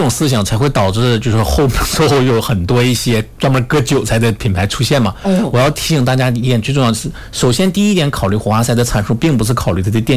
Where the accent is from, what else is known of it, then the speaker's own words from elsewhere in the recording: Northeast China, China; accent: Northeastern Mandarin; now in Fuzhou, China; 用我们东北话叫肉比较梗，